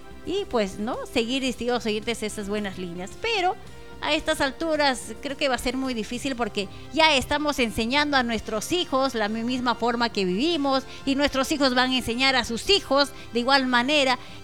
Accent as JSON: {"language": "Spanish", "country": "Peru", "said": "en nuestro país, en nuestro querido Perú"}